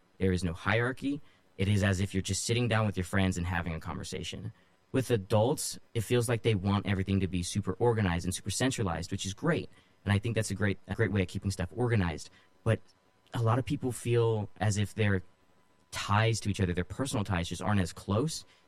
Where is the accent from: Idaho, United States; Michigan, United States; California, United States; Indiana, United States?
California, United States; Modesto; born or raised there; also born or lived in Hayward / Keyes